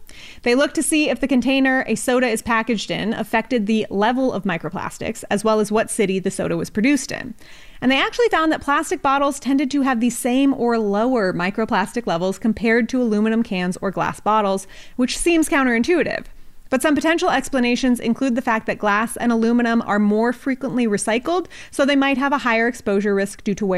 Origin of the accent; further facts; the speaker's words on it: California, United States; my home state of California just passed a bill